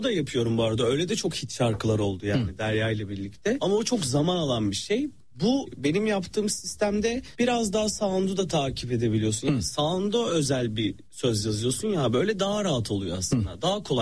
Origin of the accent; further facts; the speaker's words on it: Salihli, Manisa, Turkey; born there; Evet evet, çünkü Manisa'yla yani Salihli'de doğdum. Ben Salihli ile İzmir arası yine bir saat, bir buçuk saat var.